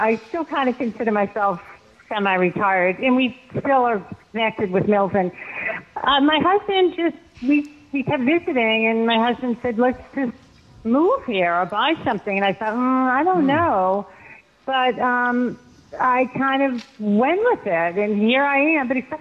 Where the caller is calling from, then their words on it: Puerto Rico; I am calling from Puerto Rico.